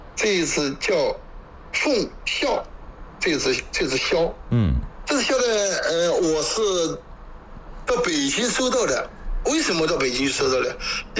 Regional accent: Yuping, Guizhou, China; 我是玉屏的，这只箫呢是我的先祖他们制作的

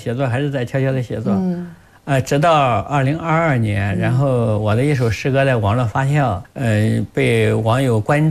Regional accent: China; moved away; 我老家的，我的村庄

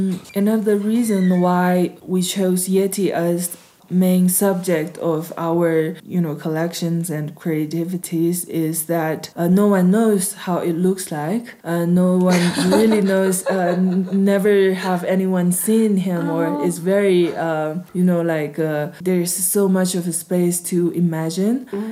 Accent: Lhasa, Tibet, China; English is a second language; I grew up in Lhasa, and we have been growing up surrounded by mountains.

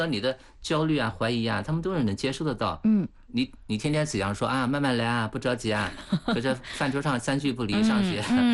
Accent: China; 所以我们中国人经常说什么

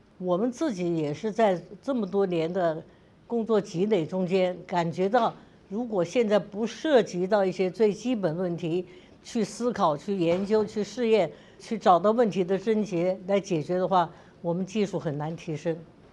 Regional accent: China; 就是我们中国人一点不比外国人差，你能做的我可以做的比你更好。

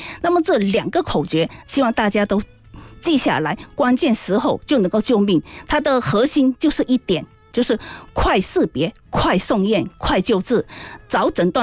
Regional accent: Shantou, Guangdong, China; 就刚才我是来自汕头地区，很多特别潮汕地区很多患者都很喜欢服用安宫牛黄丸。

